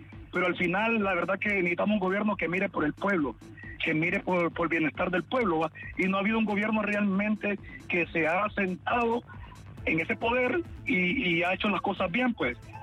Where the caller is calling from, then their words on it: Honduras; la verdad que nosotros como hondureños